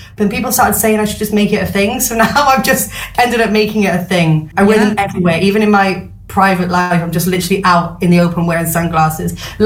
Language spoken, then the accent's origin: English; Newport, Wales, United Kingdom; born there; also born or lived in Chepstow / Sedbury; I'm from Newport, South Wales.